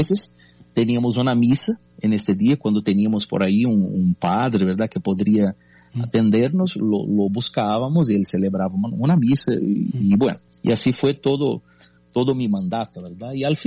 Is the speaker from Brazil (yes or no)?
yes; Brazil